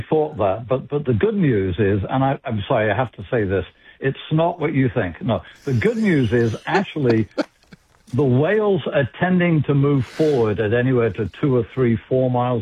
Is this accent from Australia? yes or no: no; United Kingdom; now in Massachusetts, United States; Actually, even though I live in Massachusetts, I'm a Brit